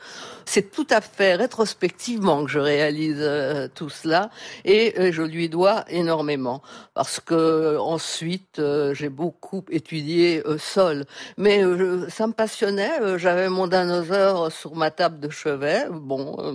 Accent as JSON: {"language": "French", "town": "Paris", "region": "Île-de-France", "country": "France", "tie": "born there", "also_born_or_lived": "Nice", "moved": "yes", "said": "où mes parents habitaient toujours, je suis née à Paris"}